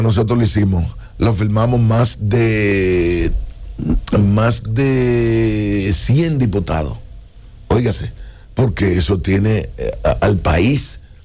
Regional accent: Dominican Republic; ¿Y qué es lo que somos los dominicanos?

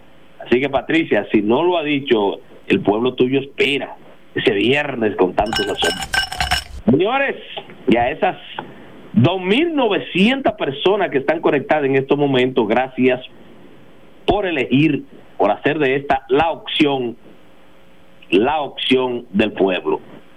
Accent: Monte Cristi, Dominican Republic; now in Santo Domingo, Dominican Republic; cercano a mi tierra, Montecristi

